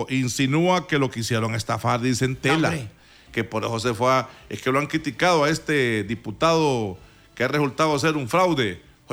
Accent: Danlí, El Paraíso, Honduras; Danlí, El Paraíso, mi ciudad natal

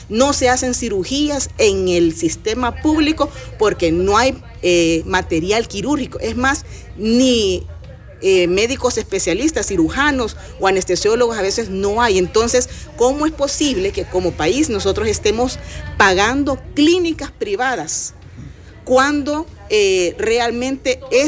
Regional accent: Honduras; como pueblo hondureño que somos

